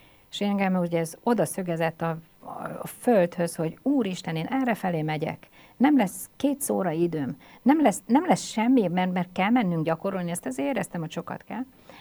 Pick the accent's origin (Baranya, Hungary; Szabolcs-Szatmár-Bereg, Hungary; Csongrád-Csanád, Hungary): Baranya, Hungary; Pécs; hát Pécsett élek most is, úgy nagyjából, de Pécsett születtem